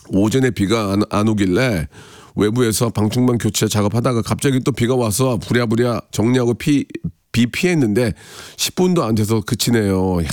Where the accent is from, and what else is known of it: Gunsan, North Jeolla, South Korea; born or raised there; moved away